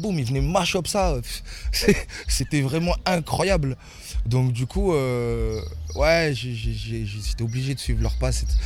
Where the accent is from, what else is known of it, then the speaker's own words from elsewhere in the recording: Vénissieux, Auvergne-Rhône-Alpes, France; also born or lived in Montpellier; J'ai grandi à Vénissieux-les-Minguettes, plus particulièrement, après dans plusieurs villes, à Montpellier aussi